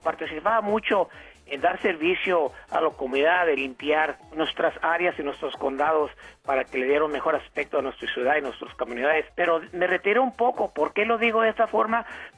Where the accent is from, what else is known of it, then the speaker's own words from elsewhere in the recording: Mexico; Hoy en día es la temporada de la guayaba para todos los que vinimos de México, de muchos países que conocemos la fruta que es la guayaba.